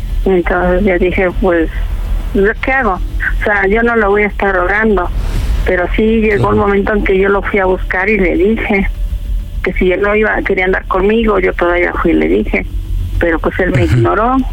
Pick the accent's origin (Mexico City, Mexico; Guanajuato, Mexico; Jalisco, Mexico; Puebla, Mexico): Mexico City, Mexico; Tengo 59 y soy del distrito, de aquí del México.